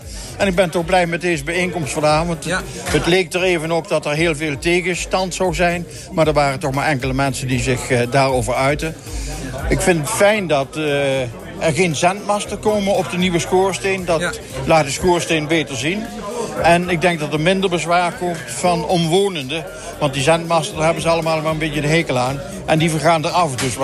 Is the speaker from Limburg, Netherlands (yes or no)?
yes; Milsbeek, Limburg, Netherlands; Ik ben geboren en getogen in Milsbeek en nooit weg geweest.